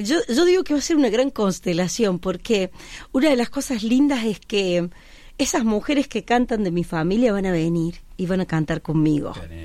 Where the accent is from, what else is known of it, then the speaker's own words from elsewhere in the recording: Cruz del Eje, Córdoba, Argentina; born there; se vino a vivir a Cruz del Eje. Entonces, por eso yo nazco en Cruz del Eje.